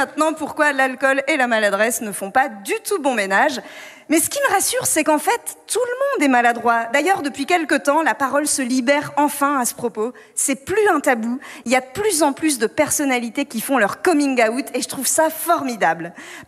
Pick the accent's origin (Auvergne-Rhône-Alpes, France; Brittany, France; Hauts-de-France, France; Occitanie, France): Hauts-de-France, France; Moi, je dis ça, mais je bois très peu. Pourtant, je suis ch'ti.